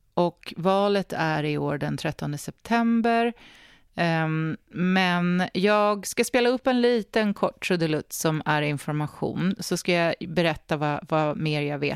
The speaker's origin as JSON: {"language": "Swedish", "country": "Sweden", "moved": "yes", "lives_now": "Australia", "said": "när man har valt att bo här i Australien. Men hörni, någonting som sker hemma i Sverige, även fast man bor här i Australien"}